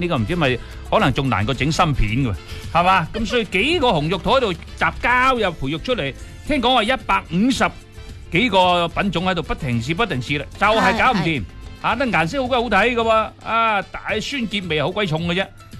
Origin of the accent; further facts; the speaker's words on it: Guangdong, China; 我哋广东人叫黄